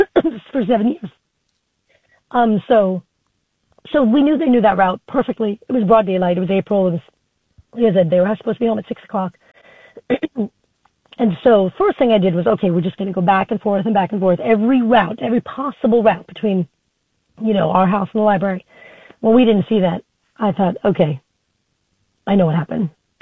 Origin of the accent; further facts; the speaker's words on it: Flushing, New York, United States; I grew up in Flushing. I'd walk home from the park all the time.